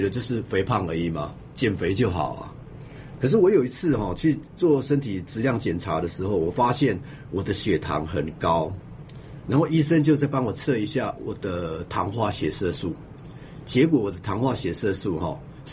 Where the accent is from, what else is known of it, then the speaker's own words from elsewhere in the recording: Yilan County, Taiwan; 我们是宜兰人，乡下人，